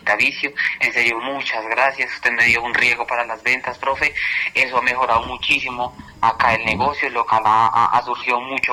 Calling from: Copacabana, Antioquia, Colombia; Lo llamo por acá desde Copacabana, paciente suyo de Medellín.

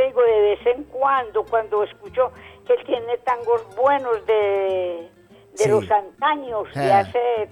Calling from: Medellín, Antioquia, Colombia; Yo aquí Manrique Central.

